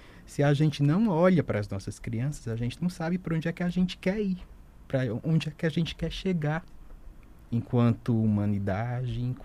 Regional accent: Rio Grande do Norte, Brazil; born there; moved away as an adult; now in Boa Vista, Brazil; Eu nasci no Rio Grande do Norte e hoje eu estou aqui em Roraima.

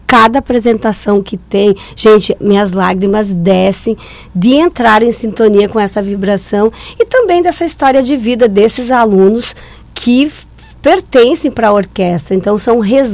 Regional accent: Rio Grande do Sul, Brazil; born there; moved away; eu venho do interior, lá do interior do Rio Grande do Sul

